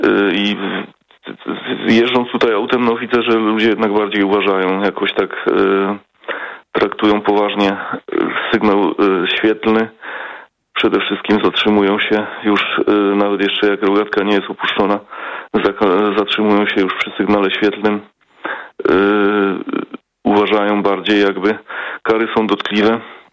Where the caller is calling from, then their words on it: Germany; tutaj u nas w Niemczech